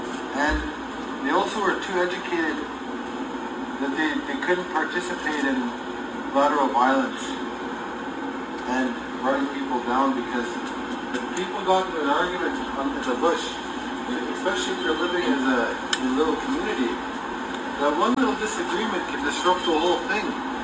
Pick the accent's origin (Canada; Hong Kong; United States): Canada; Slippin River, Ontario; I come from Slippin River, which is a little community north of Lake Huron. I grew up in the bush mostly and lived a life of hunting and fishing and all that, trapping, making maple syrup.